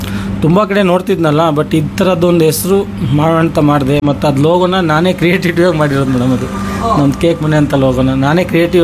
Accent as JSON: {"language": "Kannada", "town": "Savalanga", "region": "Karnataka", "country": "India", "tie": "born or raised there", "lives_now": "Shivamogga, India", "said": "ನಾವು ಹುಟ್ಟಿದ್ ಬೆಳೆದಿದ್ದೆಲ್ಲ ಇಲ್ಲಿ ಸೌಳಂಗ ನ್ಯಾಮತಿ ತಾಲೂಕಲ್ಲಿ ಸೌಳಂಗದಲ್ಲಿ ಕೊರ್ತಾಳು ಮೇಡಮ್ ಊರ ಹೆಸರು ಅಲ್ಲಿ ಹುಟ್ಟು ಬೆಳೆದಿದ್ದು"}